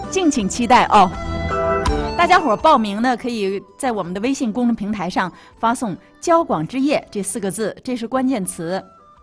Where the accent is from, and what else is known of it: Northeast China, China